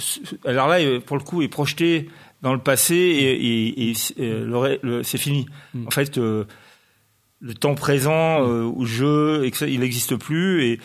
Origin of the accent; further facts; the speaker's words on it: Grenoble, Auvergne-Rhône-Alpes, France; je suis grenoblois